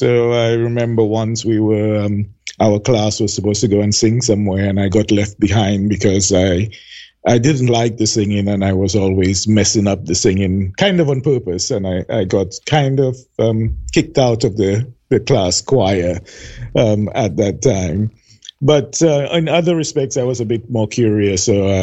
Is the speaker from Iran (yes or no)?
no; St. Lucia; also born or lived in England; although I am a St. Lucian, I was born in England. My mom is from St. Lucia, and we moved back when I was about 5 or 6 years old.